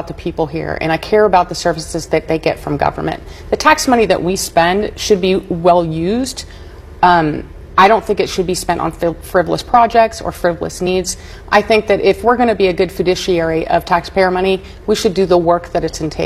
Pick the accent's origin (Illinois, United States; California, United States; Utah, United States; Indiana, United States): Indiana, United States; So, again, I was raised in Indiana. I've been here my whole life.